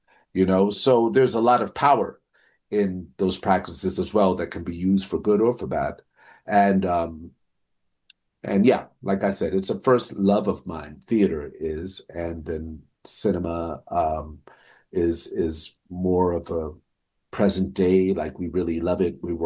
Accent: New York, United States; growing up in New York, going to plays, musicals, and you know, traditional theater.

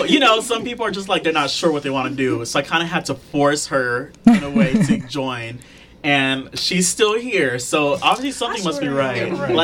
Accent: Long Beach, California, United States; now in Kansas City, United States; originally I'm from Long Beach, California

